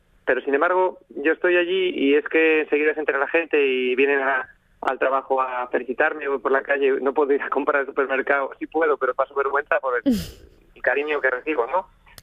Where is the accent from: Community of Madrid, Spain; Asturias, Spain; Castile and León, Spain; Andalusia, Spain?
Asturias, Spain; Avilés; yo soy de Avilés, vivo en Avilés